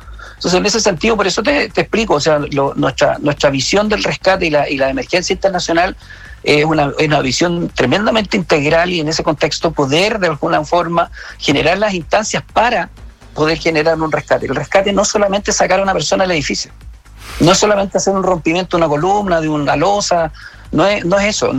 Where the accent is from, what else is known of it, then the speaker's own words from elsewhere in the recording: Chile; Somos un pedacito de Chile